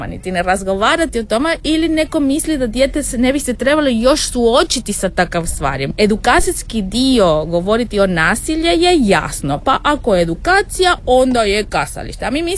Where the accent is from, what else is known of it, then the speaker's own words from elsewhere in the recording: Serbia; dolazim iz Srbija